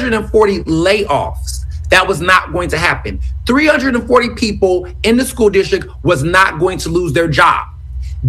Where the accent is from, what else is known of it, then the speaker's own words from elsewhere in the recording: Jenkintown, Pennsylvania, United States; I'm from Jenkintown.